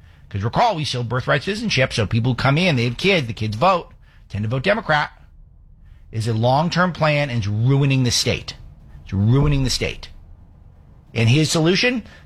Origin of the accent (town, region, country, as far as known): California, United States; born or raised there